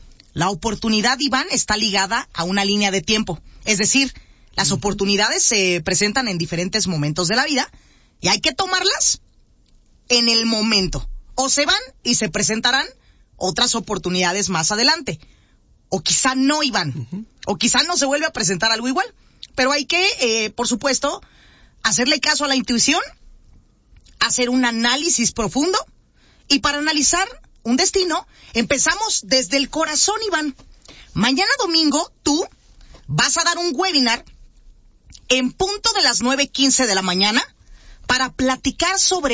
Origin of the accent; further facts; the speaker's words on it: Mexico; les diría, mexicanos, que hoy más que nunca hay que atesorar el espacio en el que vivimos, el espacio en el que nacimos, en el que crecemos, nuestra patria